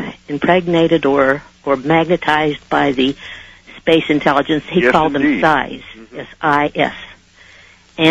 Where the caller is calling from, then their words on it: California, United States; from California.